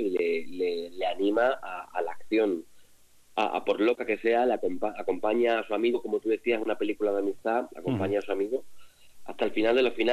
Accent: Cádiz, Andalusia, Spain

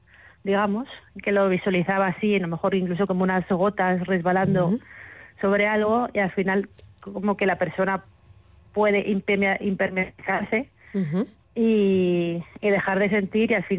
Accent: Castellón de la Plana, Valencian Community, Spain; moved away as an adult; now in Brussels, Belgium; Sí, bueno, soy de Castellón, pero hace años que vivo fuera, vivo en Bruselas.

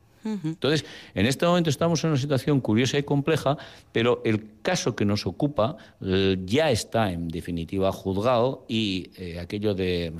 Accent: Basque Country, Spain

